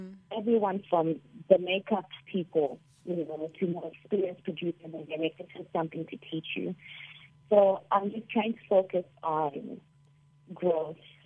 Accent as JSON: {"language": "English", "country": "Zimbabwe", "tie": "born or raised there", "also_born_or_lived": "South Africa", "moved": "as an adult", "lives_now": "Lusaka, Zambia", "said": "I have a special place in Zimbabwe because I grew up in Zimbabwe and I went to university in South Africa."}